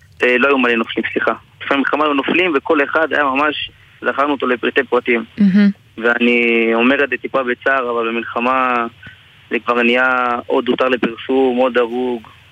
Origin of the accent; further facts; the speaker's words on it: Elyakhin, Central District, Israel; יכין, בעמק חפר. אני בן 21